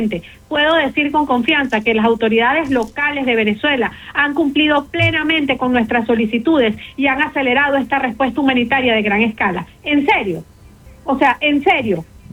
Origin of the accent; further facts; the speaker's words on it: United States; Y como estadounidense yo puedo decir, bueno, mira, eso es lo que toca, porque a Estados Unidos le tiene que interesar